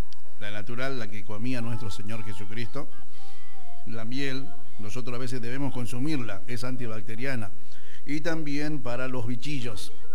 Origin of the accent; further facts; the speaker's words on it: Argentina; sentí una alegría como argentino.